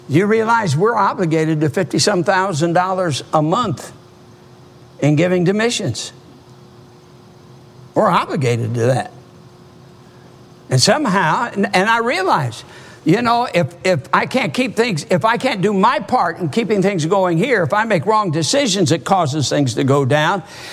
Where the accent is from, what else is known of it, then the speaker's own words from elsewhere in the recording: Michigan, United States; Now, as many of you know, I'm from Michigan. Being from Michigan, I happen to be a lifelong Detroit Lions football fan.